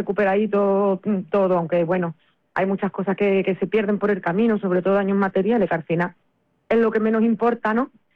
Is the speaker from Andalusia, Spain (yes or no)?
yes; Seville, Andalusia, Spain; Yo soy de Sevilla, pero yo soy una enamorada de la provincia de Cádiz.